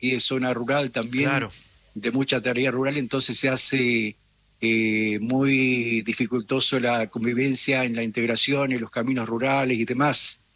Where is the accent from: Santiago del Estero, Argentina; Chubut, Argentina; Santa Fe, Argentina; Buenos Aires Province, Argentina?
Chubut, Argentina; Río Mayo; Sí, puedo decir que sí. Sí, no soy nacido acá, pero toda la vida aquí en nuestro lugar